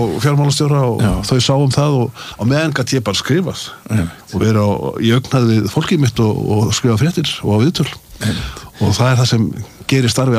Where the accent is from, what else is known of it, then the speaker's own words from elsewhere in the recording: Akureyri, Northeastern Region, Iceland; Það var alltaf dásamlega að alast upp á Akureyri.